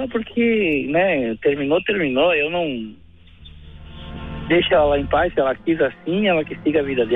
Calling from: Lagoa Vermelha, Rio Grande do Sul, Brazil; eu sou aqui do Lagoa Vermelha, sou deficiente visual

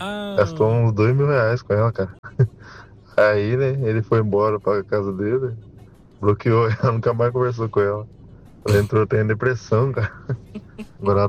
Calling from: Guarapuava, Paraná, Brazil; É, a gente é aqui do interior do Paraná.

